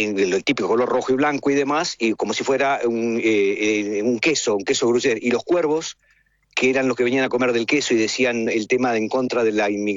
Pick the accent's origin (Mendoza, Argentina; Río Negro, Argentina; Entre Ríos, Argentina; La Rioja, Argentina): Río Negro, Argentina; Bariloche; also born or lived in Europe